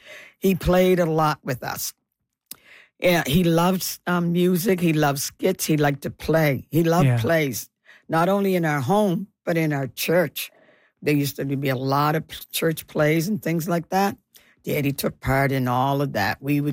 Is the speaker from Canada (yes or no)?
yes; Canada; growing up in the North End and growing up on Creighton and growing up in this city and in this province